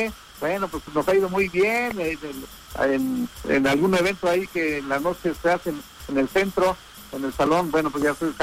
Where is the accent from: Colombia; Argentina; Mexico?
Mexico; Guadalupe Victoria, Puebla; directamente desde Guadalupe Victoria, Puebla. Aquí estamos, somos poblanos totalmente. Ah, pero también te traigo sangre oaxaqueña, porque tengo familias, mi papá es de Calcatongo, Oaxaca, ahí por la Mixteca, desde allá.